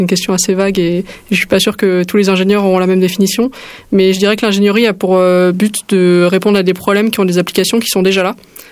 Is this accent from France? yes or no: yes; Île-de-France, France; moved away as an adult; now in Toulouse, France; je suis pas originaire de Toulouse à la base, j'ai grandi en banlieue parisienne à côté de Créteil, donc j'ai fait mon lycée là-bas, ma prépa là-bas